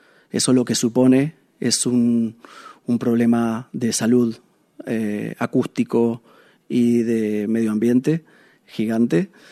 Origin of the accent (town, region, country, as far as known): Argentina